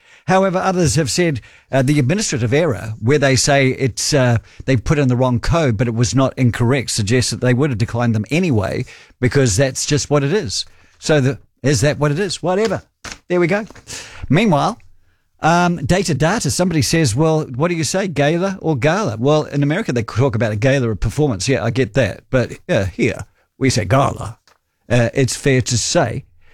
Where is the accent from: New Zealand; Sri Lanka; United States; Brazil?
New Zealand; Speaking of a New Zealand thing, I'm a New Zealander in my 70s.